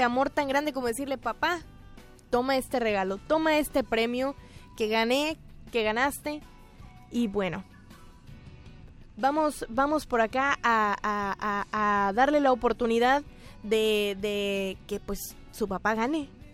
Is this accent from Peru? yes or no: no; Mexico; Es impresionante cómo nosotros como mexicanos ya tenemos, pero que aprendida esta canción.